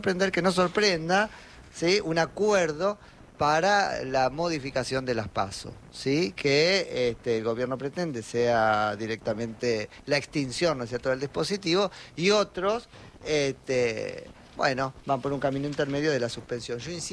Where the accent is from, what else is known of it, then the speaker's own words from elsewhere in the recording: Argentina; O sea, pagamos carísimo como argentinos, independientemente de los resultados